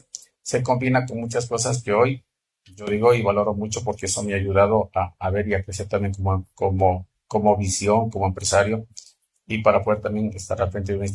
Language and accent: Spanish; Huambaló, Tungurahua, Ecuador; yo vengo de Huambalón, es cantón peligroso, aquí tungurahuense mismo, donde pude nacer, donde pude crecer también, con una juventud, con una niñez muy tranquila, con sus limitaciones y todo, tú sabes, el tema del campo